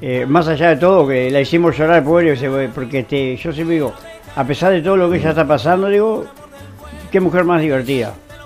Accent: Maldonado, Uruguay; mira que somos de Maldonado.

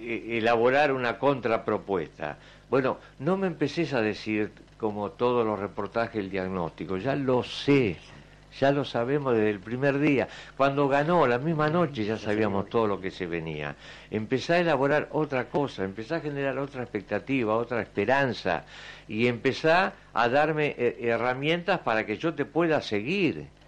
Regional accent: Buenos Aires Province, Argentina; ¿qué mensaje me mandás a mí, que soy bonaerense?

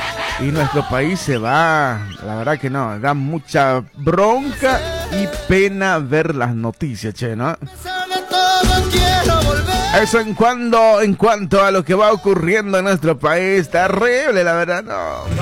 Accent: Bolivia; now in Buenos Aires, Argentina; Nosotros como migrantes desde acá, pero lo bueno es que este grandioso país, Argentina, como es Argentina, ¿no?, República de Argentina, nos da, bueno, el espacio de poder estudiar, trabajarnos acá

